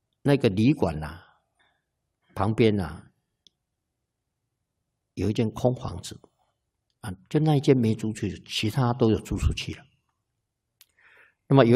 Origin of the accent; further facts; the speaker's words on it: Taiwan; 他们大陆说搞对象，我们台湾说谈恋爱啊